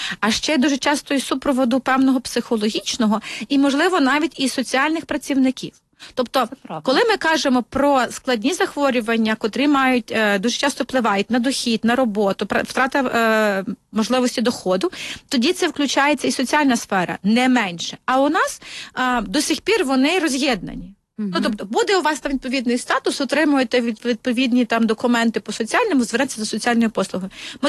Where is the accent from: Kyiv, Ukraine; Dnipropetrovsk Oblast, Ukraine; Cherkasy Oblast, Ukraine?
Kyiv, Ukraine; як кияни виділяємо кошти